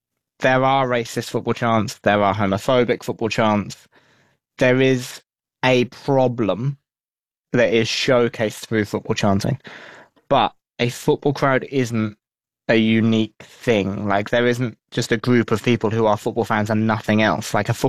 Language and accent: English; England, United Kingdom